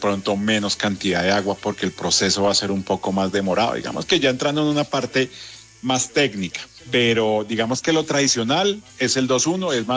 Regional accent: Colombia

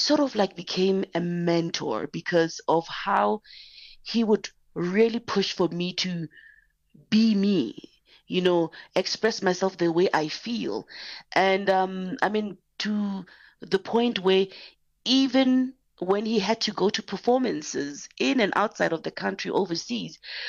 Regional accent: Mafikeng, North West, South Africa; But I guess also because of where I grew up, I'm from Mafikeng, it was really big on those two genres.

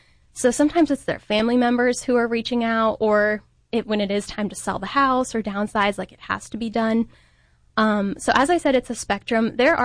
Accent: Cincinnati, Ohio, United States; moved away as an adult; now in Columbus, United States; So I grew up in Cincinnati. So my family is there. I go and visit them pretty often and they come up and visit me. So happy to have them relatively close by. I live in Columbus, just east of downtown, Old Town East area.

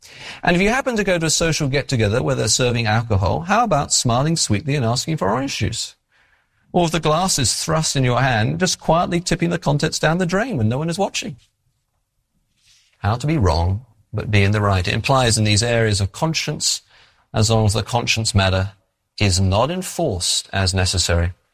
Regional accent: England, United Kingdom; No, I'm English. I can get away with these things, right?

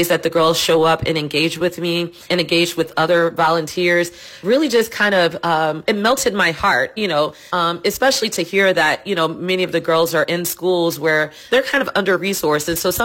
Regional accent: New Orleans, Louisiana, United States; moved away as an adult; now in Washington, D.C. area, United States; growing up in New Orleans, New Orleans was a very kind of challenging place at the time when I was growing up.

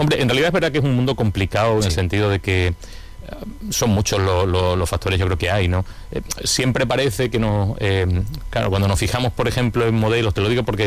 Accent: Plasencia, Extremadura, Spain; los placentinos tendremos a ser como muy críticos con Plasencia

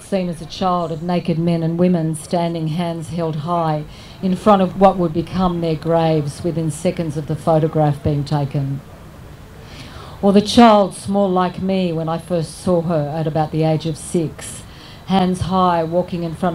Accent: Australia; as an Australian

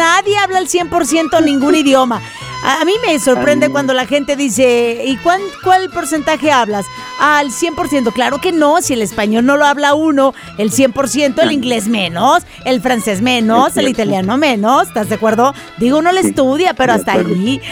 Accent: Mazatlán, Sinaloa, Mexico; Soy de tierra mazatleca, donde el sol brilla todos los días.

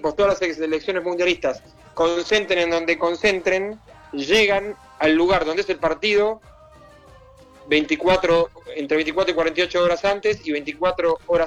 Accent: Argentina

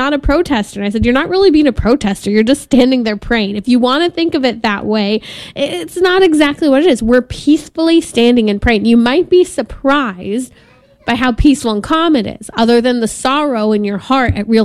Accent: California, United States; especially my home state of California

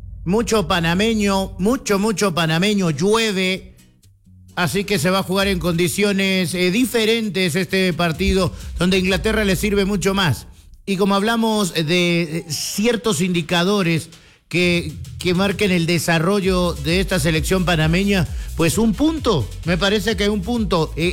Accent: Honduras; Si vos sos de Guatemala, yo soy de Honduras y Saca es de Costa Rica, es tu problema.

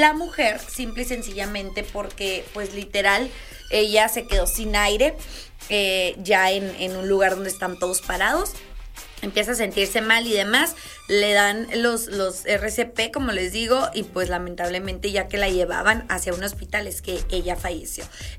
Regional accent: Sinaloa, Mexico; yo soy de Sinaloa

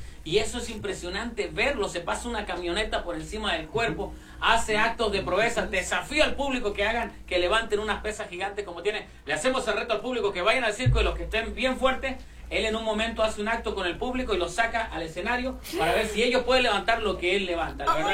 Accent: Viña del Mar, Valparaíso, Chile; Yo soy de Chile, de Viña del Mar, Chile.

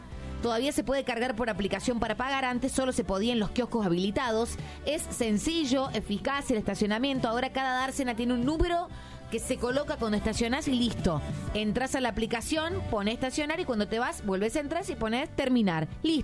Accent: Santa Fe, Argentina; Soy de Santa Fe Capital, estoy escuchando todos los comentarios que hacen sobre el estacionamiento medido.

